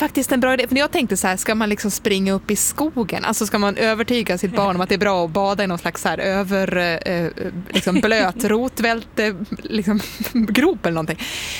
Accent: Sweden; vi är fortfarande svenskar

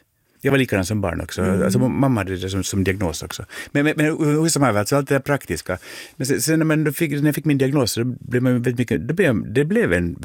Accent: Finland; jag tycker att jag är väldigt finländsk på det viset

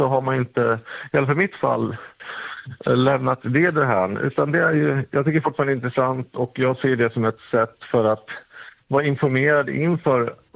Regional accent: Sweden; now in abroad; Ja, för mig är det ändå viktigt att delta i det svenska valet då ändå att jag är svensk. Och jag skulle se det som att fast jag bor utomlands så är ändå, jag är svensk och det är svensk pass och svensk nationalitet.

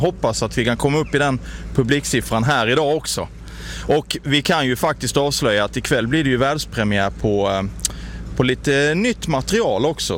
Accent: Karlshamn, Blekinge, Sweden; Ja, jag kan nog bre på lite dialekt om du vill det, och att folk hör att jag kommer från Karlshamn, det tror jag.

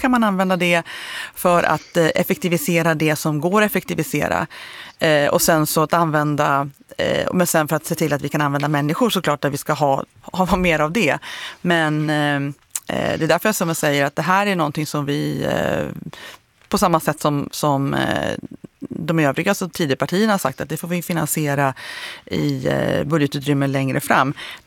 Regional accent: Jämtland County, Sweden; born or raised there

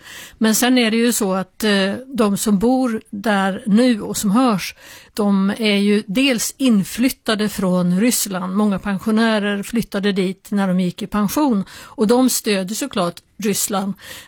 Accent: Ukraine; Swedish is a second language; now in Crimea; man får inte glömma bort att jag är ukrainare som bor på Krimhalvön

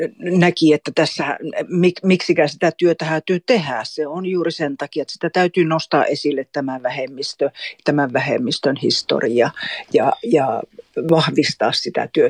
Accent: Kolari, Lapland, Finland; now in Kaunisvaara, Sweden; Mä olen Tornionlaaksosta. Mulla on juuria Suomen ja Ruotsin puolella. Itse mä olen kasunut sitten niin Suomen puolella Tornionlaaksossa Kolarissa. Ja tällä hetkellä mä asun Kaunisvaarassa. Se on täällä Ruotsin puolella sitten, Pajalankun.

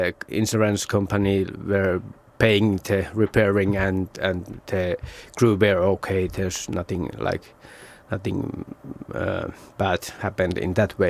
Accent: Oulu, North Ostrobothnia, Finland; English is a second language; I'm from Oulu, Uleåborg.

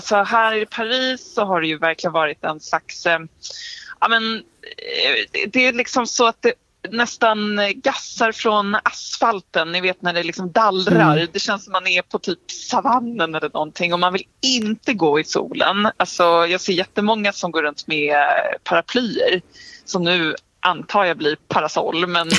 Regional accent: Sweden; Alltså som svensk, vi hade ju liksom kunnat prata om det här i året ut, tror jag.

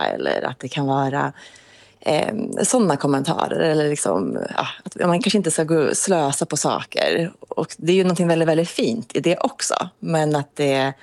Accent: Finland; jag tyckte ju att det var lite coolt att jag var från Finland också.

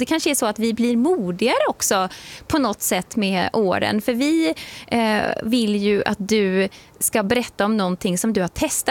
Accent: Småland, Sweden; moved away; Det var tydligen inte uppfunnit i Småland när jag var liten.

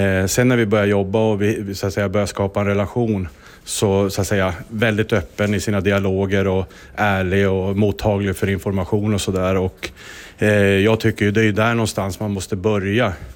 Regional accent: Boden, Norrbotten County, Sweden; now in Timrå, Sweden; Och jag är ju från Boden från början, där det är mycket natur och skog och såna här grejer

